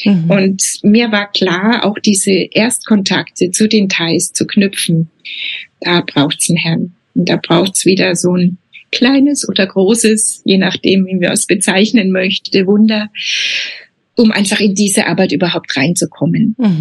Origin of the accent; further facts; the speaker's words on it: Bavaria, Germany; also ich bin aus dem Unterfränkischen